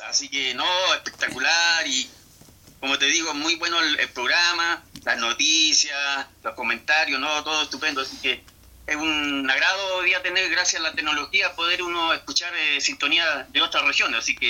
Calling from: Coyhaique, Aysén, Chile; Sí, nosotros acá somos de la Patagonia. Yo vivo acá en la Patagonia, en la región de Aysén. Prácticamente, mejor dicho, en la ciudad de Coyhaique.

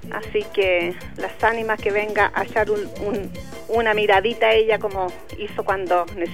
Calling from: Valdivia, Los Ríos, Chile; de Valdivia.

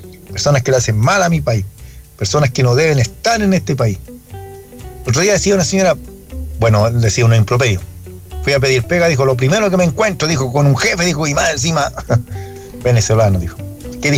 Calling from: Chile

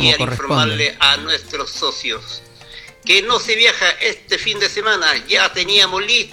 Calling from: Vallenar, Atacama, Chile

